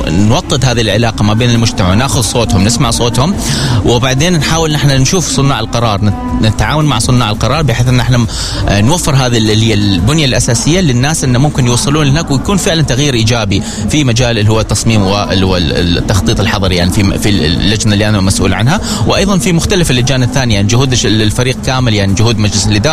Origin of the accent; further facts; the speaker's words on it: Oman; عندنا في عمان يعني مسقط جميلة بناسها طبعا، جميلة مثلا بخضارها ببنيتها التحتية